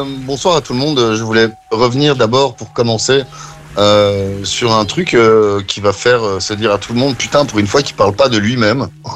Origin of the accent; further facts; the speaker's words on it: Belgium; qui n'était pas disponible au départ chez nous en Belgique